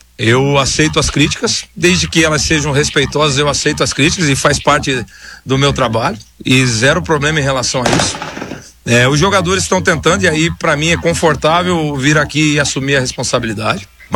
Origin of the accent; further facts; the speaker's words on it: Curitiba, Paraná, Brazil; moved away as an adult; eu sou nascido e criado lá em Curitiba, na periferia de Curitiba, sempre foi difícil